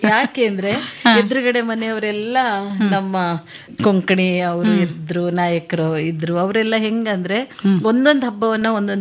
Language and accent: Kannada; Thirthahalli, Karnataka, India; moved away; ನಮ್ಮ ಬಾಲ್ಯ ತಾವೇ ಹೇಳ್ದ ಹಾಗೆ ತೀರ್ಥಹಳ್ಳಿ. ತೀರ್ಥಹಳ್ಳಿ ಊರೇ ಒಂಥರ ಮಲೆನಾಡು